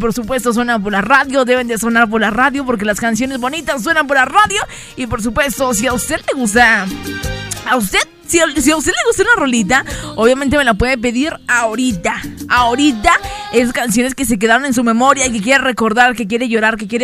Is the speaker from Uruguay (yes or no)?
no; Durango, Mexico; somos desde acá del norte